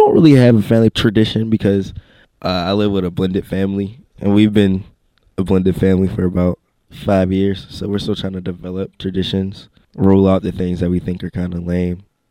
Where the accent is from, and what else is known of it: Pittsburgh, Pennsylvania, United States; born there